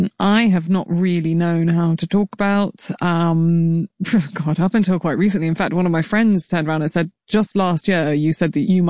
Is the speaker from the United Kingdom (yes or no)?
yes; Birmingham, West Midlands, United Kingdom; Birmingham, England.